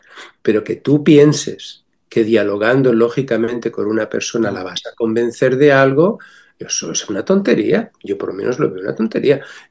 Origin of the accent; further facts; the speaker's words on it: Extremadura, Spain; Soy extremeño profundo, pero no se nota.